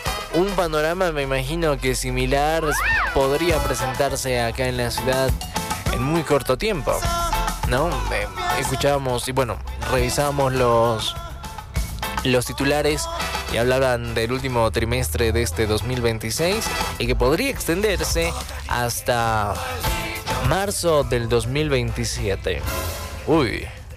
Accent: Bolivia

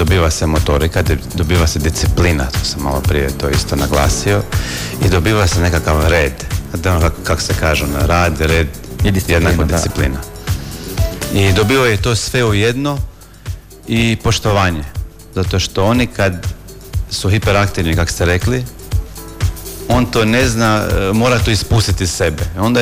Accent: Croatia; kod nas u Hrvatskoj

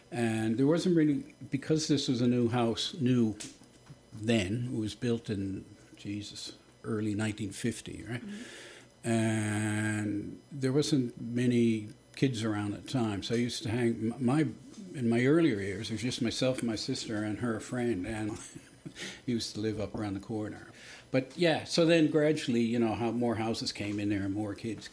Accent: St. John's, Newfoundland and Labrador, Canada; I grew up on the west end of St. John's, just around Topsail Road.

